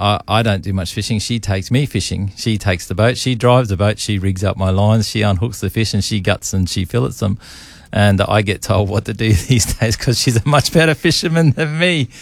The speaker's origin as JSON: {"language": "English", "town": "Darwin", "region": "Northern Territory", "country": "Australia", "tie": "born or raised there", "said": "I was brought up here and, we've been fishing all our lives, much like you."}